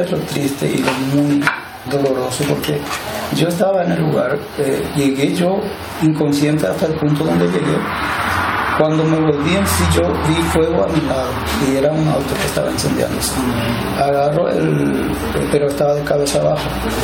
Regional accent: Paraguay; born there; also born or lived in San Pedro, Paraguay; Soy paraguayo, nací en el norte del país, en San Pedro, crié aquí.

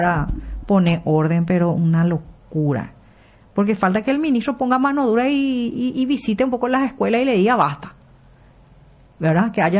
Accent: Capiatá, Central, Paraguay; born there; Yo me fui al Enrique Soler de Capiatá y en el Nacional de Capiatá.

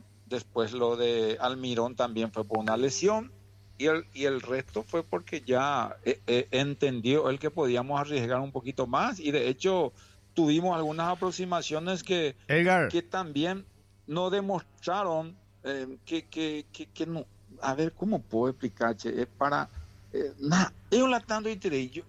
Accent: Paraguay; yo, como todo paraguayo

